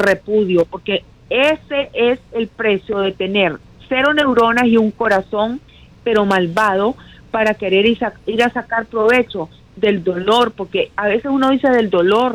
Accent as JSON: {"language": "Spanish", "country": "Nicaragua", "moved": "yes", "lives_now": "Naples, United States"}